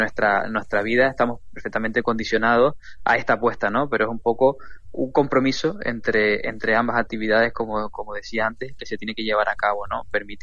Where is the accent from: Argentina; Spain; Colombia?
Spain; Canary Islands